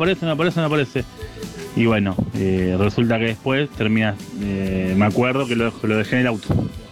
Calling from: Palomar, Buenos Aires Province, Argentina; de Palomar.

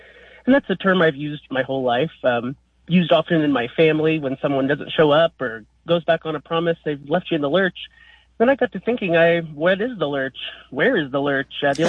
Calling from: Kokomo, Indiana, United States; I'm calling from Kokomo, Indiana, about an hour north of Indianapolis.

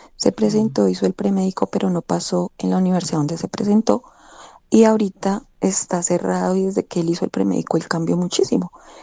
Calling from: Funza, Cundinamarca, Colombia; en Funza.

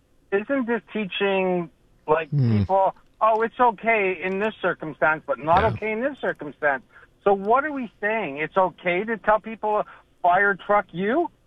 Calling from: Canada; First of all, we're Canadian.

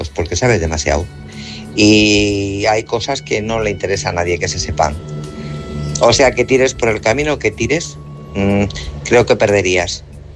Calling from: Guadalajara, Castilla-La Mancha, Spain; de Guadalajara.

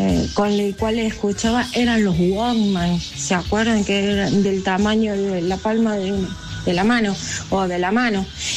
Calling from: Unquillo, Córdoba, Argentina; de Unquillo

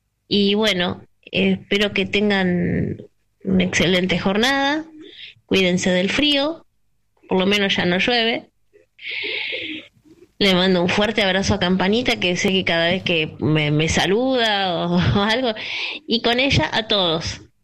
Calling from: Caballito, Buenos Aires, Argentina; Gente, los abrazo … de Caballito.

